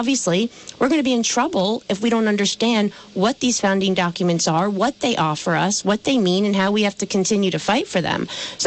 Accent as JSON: {"language": "English", "town": "Danville", "region": "Vermont", "country": "United States", "tie": "born or raised there", "said": "in Danville, my hometown, over in Vermont."}